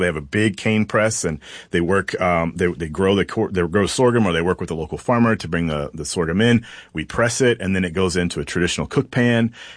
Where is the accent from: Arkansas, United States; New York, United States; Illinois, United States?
Arkansas, United States; Springdale; I grew up real close to War Eagle. I grew up out on the Sonora side of Springdale.